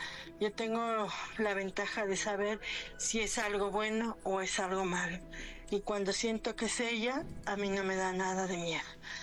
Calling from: Mexico City, Mexico

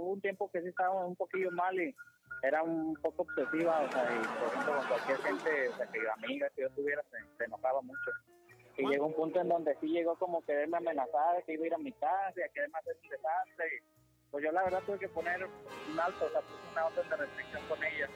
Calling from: Monterrey, Nuevo León, Mexico; ya no vivo ni allá, ya ahorita vivo en Monterrey.

